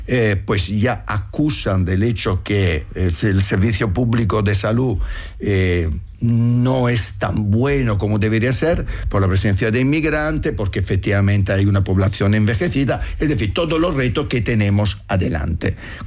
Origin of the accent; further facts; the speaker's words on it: Italy; now in Spain; lo digo también como italiano, que viene de otro país, de nuestro entorno